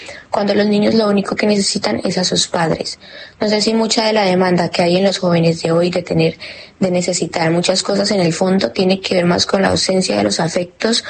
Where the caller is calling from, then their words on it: Colombia; de Colombia